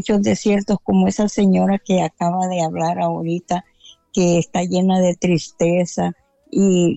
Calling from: San Pedro Sula, Cortés, Honduras; vivo en San Pedro, pero viajo para La Ceiba.

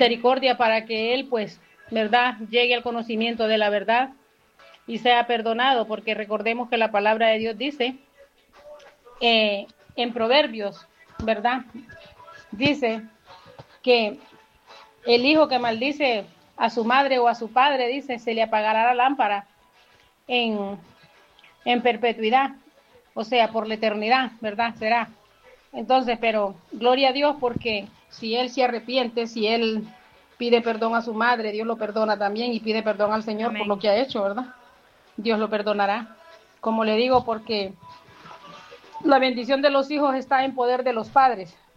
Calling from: Navarre, Spain; de Navarra, España

